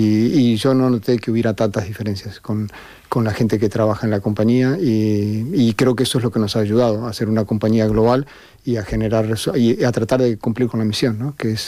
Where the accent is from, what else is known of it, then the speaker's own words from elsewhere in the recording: Argentina; also born or lived in Brazil / China; Como argentino, viví 5 años en Brasil.